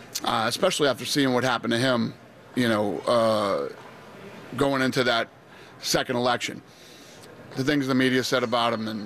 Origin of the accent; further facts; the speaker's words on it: United States; there possibly couldn't be a greater honor than that, especially for me as an American.